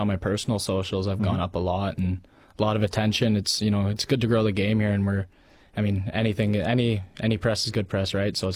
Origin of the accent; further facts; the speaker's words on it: Burnaby, British Columbia, Canada; Yeah, I think where I was living in Burnaby, it's like the most ice rinks per capita in the world. I think we had maybe 10 within a 15-minute drive from my house.